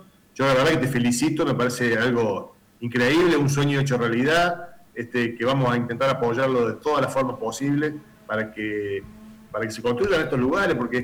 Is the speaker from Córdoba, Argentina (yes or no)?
yes; Córdoba, Argentina; soy cordobés